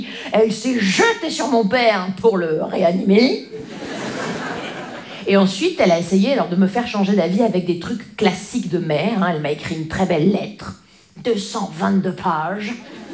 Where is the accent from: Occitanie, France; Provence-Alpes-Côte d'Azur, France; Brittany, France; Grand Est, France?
Grand Est, France; Vous savez, moi, je viens des Vosges.